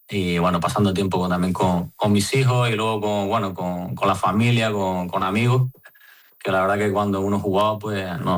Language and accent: Spanish; Arguineguín, Canary Islands, Spain; now in Madrid, Spain; Ahora sí que estuve en verano en mi pueblo, en Arineguí, entrené con el equipo, que está Juan Carlos Valerón ahí de entrenador.